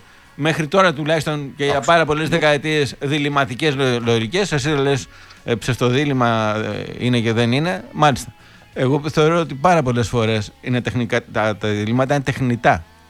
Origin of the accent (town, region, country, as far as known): Greece